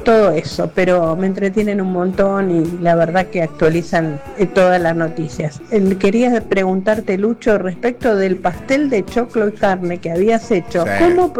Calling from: Buenos Aires, Argentina; de Villurquiza.

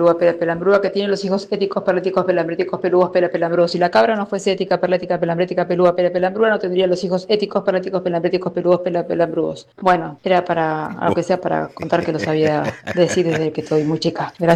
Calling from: La Lucila, Buenos Aires Province, Argentina; soy de la Lucila.

